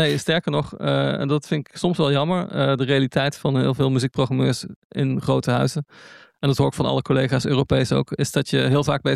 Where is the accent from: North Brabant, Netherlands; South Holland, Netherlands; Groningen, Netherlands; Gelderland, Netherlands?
Gelderland, Netherlands; Nijmegen; born there; Een andere persoon is in Nijmegen, waar ik geboren ben. Een stad in het oosten van het land.